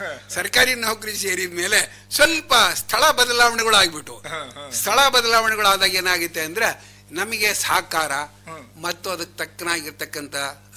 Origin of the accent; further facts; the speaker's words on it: Kattige, Karnataka, India; moved away; ಹೊನ್ನಾಳಿ ತಾಲೂಕು ಕತ್ತಿಗೆ ಅಂತ